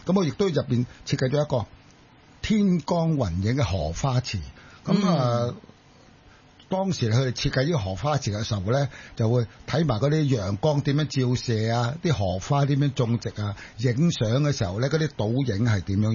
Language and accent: Cantonese; Chaozhou, Guangdong, China; 我都系潮州人。